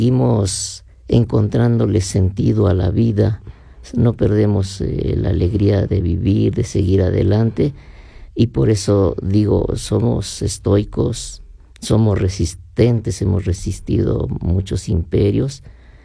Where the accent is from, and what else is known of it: San Juan Solís, Mexico